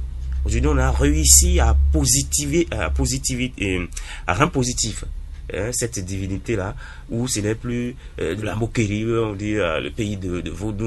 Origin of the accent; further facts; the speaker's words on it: Benin; je suis un Béninois